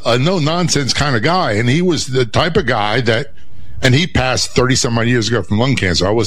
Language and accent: English; Passaic, New Jersey, United States; born there; Look, I was born in New Jersey, in North Central Jersey, in Passaic, New Jersey.